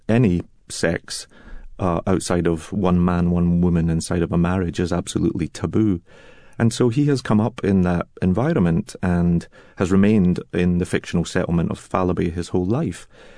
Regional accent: Glasgow, Scotland, United Kingdom; I mean, I am a Scotsman who grew up in Glasgow, but I had never been to the Outer Hebrides before.

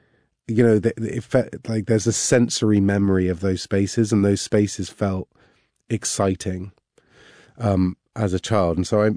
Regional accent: Cheltenham, South West England, United Kingdom; born or raised there

